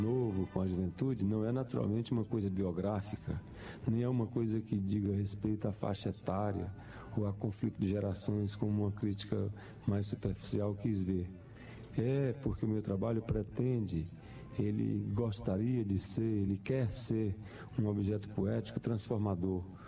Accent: Sobral, Ceará, Brazil; o fato de sermos latino-americanos, sendo brasileiros, sendo cearenses, sendo de Sobral

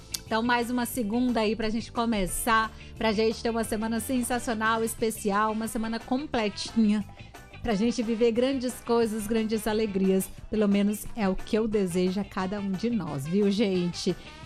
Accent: Brazil; nós somos brasileiros, sim!

